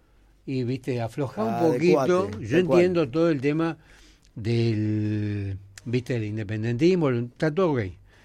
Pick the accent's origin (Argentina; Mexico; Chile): Argentina